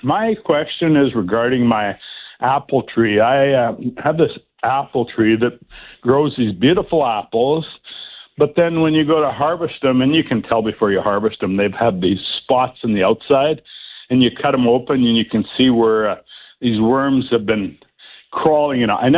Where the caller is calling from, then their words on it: White City, Saskatchewan, Canada; White City.